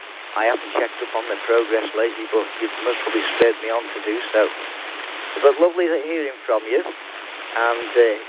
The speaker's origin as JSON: {"language": "English", "town": "Liverpool", "region": "North West England", "country": "United Kingdom", "tie": "born there", "accent": "Liverpool", "said": "I've got a bit of an unusual dialect because I was born in Liverpool and I've lived in several places in the UK. But it seems to be creeping back on me, the Liverpool accent."}